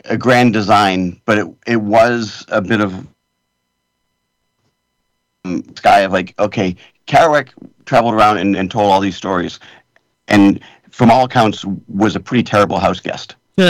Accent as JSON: {"language": "English", "town": "Billerica", "region": "Massachusetts", "country": "United States", "moved": "yes", "lives_now": "California, United States", "said": "I'm from Billerica, Massachusetts."}